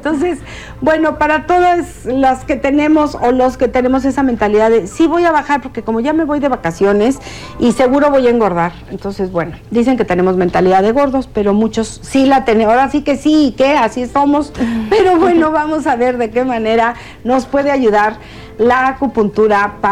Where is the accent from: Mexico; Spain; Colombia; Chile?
Mexico; cómo somos los mexicanos